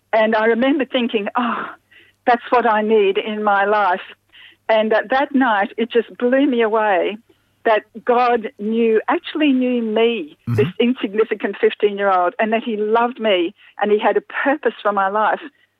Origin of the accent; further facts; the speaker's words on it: Brisbane, Queensland, Australia; I grew up in Brisbane in the 50s and 60s